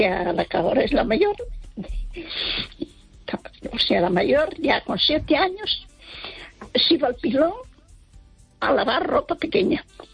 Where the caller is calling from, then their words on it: Baiona, Galicia, Spain; Desde Bayona.